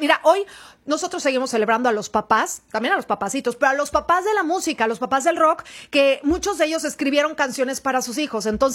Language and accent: Spanish; Mexico; se emocionan de más, así somos los mexicanos, la euforia de México